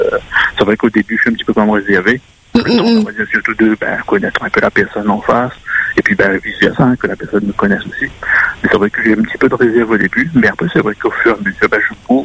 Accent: Hauts-de-France, France; Donc, moi, je suis du Nord, mais si c'est quelqu'un dans les autres secteurs, c'est pas dérangeant.

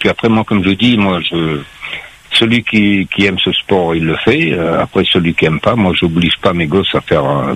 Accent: Réunion; born there; also born or lived in Madagascar; moi, je suis né à Madagascar. Je suis rentré à l'île de Réunion 5 ans après. Mm-hmm. Ma grand-mère, elle est malgache.

